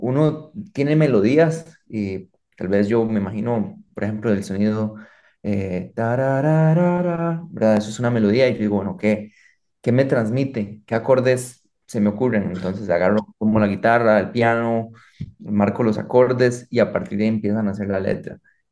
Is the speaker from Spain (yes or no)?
no; Costa Rica; no es lo mismo yo como costarricense, hay palabras que en Costa Rica se entienden, pero sé que si llegan a España tienen otro significado